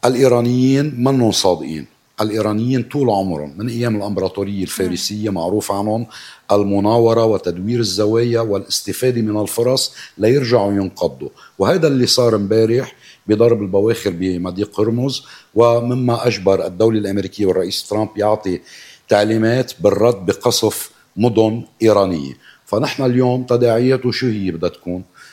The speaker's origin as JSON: {"language": "Arabic", "country": "Lebanon", "said": "نحن كدولة لبنانية"}